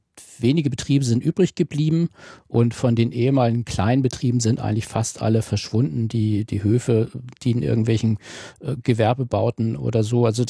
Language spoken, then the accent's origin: German; Northern Germany, Germany; Na, der Knick ist ja bei uns in Norddeutschland so eine Art Heckenlandschaft, haben wir ja